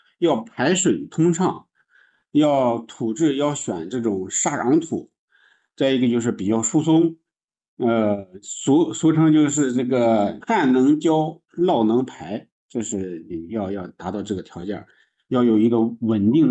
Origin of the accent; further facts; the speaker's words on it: Shandong, China; 我们山东人还跑到海南去养去了，开个玩笑就是。做知了猴这个事，可能也是我们山东人把它扩散出去了。